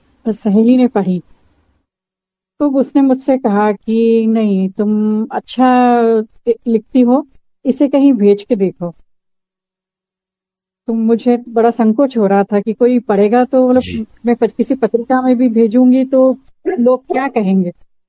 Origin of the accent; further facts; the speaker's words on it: Bhopal, Madhya Pradesh, India; moved away; मैं भोपाल से हूँ और गृहिणी हूँ